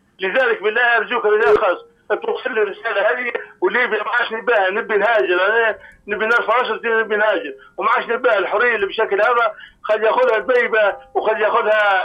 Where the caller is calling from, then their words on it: Libya; أنا أخوك ليبي أبا عن جد باهي.